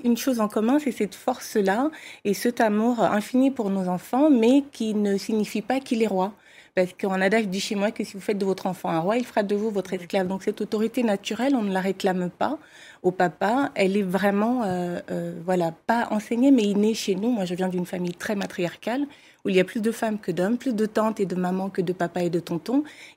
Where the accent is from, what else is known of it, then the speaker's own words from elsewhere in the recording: Gabon; Ce que j'ai appris très tôt, c'est raconter des histoires, que je suis du Gabon.